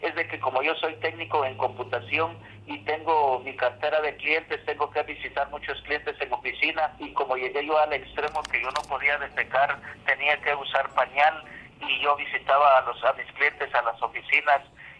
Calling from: Comitancillo, San Marcos, Guatemala; Le estoy llamando de aquí de San Marcos, Comitancillo.

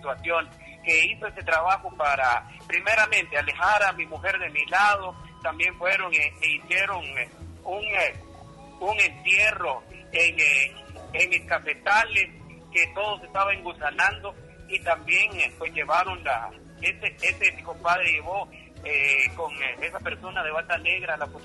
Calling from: San Marcos, Guatemala; San Marcos, estoy llamando.

